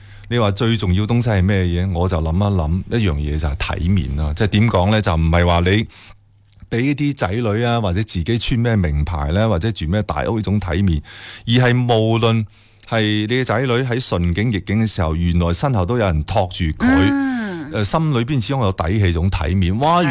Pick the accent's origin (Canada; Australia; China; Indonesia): China; Guangdong; 作为我哋中国人、广东人